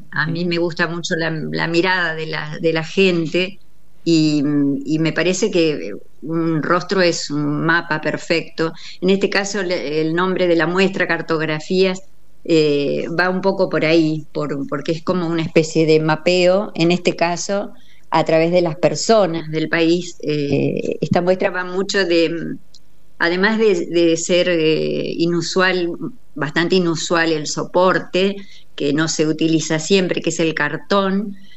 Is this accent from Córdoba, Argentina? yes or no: yes; La Bulalle, Córdoba, Argentina; born there; Yo soy cordobesa, pero sin acento porque vengo del sur. Nací en La Bulalle, provincia de Córdoba.